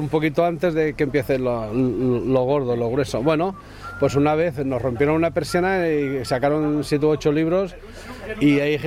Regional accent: Valencia, Valencian Community, Spain; now in Cantabria, Spain; No, del Athletic no, yo vengo de Valencia, lo que tengo más es Mediterráneo y de aquella zona.

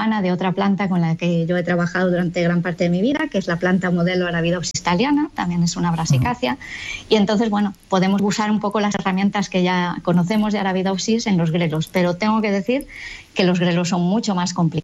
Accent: Galicia, Spain; Bueno, pues porque yo soy gallega

